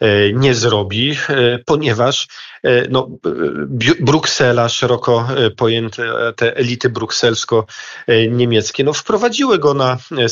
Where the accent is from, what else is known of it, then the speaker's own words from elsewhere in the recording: Lower Silesian Voivodeship, Poland; Ja jestem z Dolnego Śląska